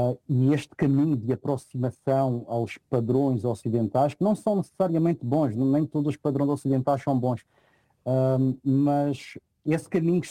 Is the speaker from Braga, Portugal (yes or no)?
no; Madeira, Portugal; E ver Portugal a brincar no estrangeiro não é só o Cristiano Ronaldo, que é da minha terra.